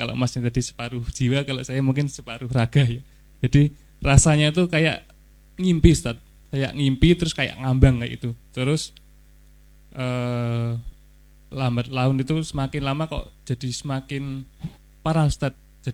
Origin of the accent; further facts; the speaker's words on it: Kulon Progo, Special Region of Yogyakarta, Indonesia; Kosnya di kota, cuman aslinya Kulon Progo sih, di gunung sih.